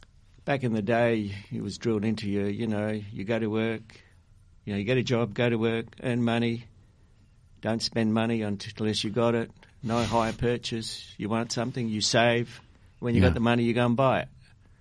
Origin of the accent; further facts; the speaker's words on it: Melbourne, Victoria, Australia; born there; also born or lived in Italy; I was born in Italy, came out with my mum, my older brother, and a female cousin on the rickety boat Neptune.